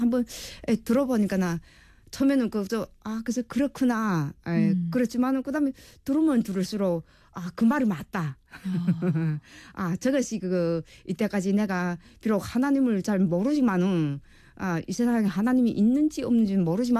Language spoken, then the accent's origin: Korean; North Korea; 아 저도 아 우리도 같은 탈북자이고 같은 이방민인데